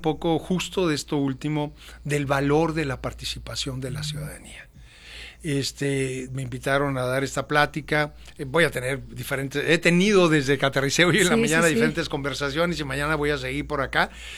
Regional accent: Sonora, Mexico; moved away; Adoro mi tierra y la he seguido

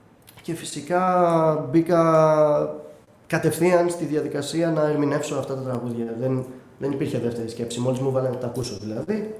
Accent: Athens, Attica, Greece; also born or lived in Heraklion, Crete; γεννήθηκα και μεγάλωσα στην Αθήνα.

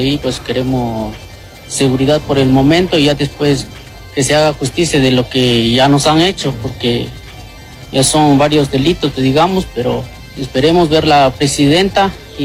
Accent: Cruz Fandango, Mexico; ahí nacimos, porque ahí somos nativos de Cruz Fandango. Pues mi papá sí vinieron de otro pueblo, pero nosotros sí somos de ahí

